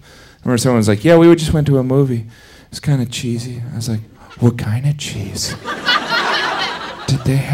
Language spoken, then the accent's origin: English; Indiana, United States; I grew up in Indiana, and I was back home walking around the Kmart in our town, or as we called it, the mall.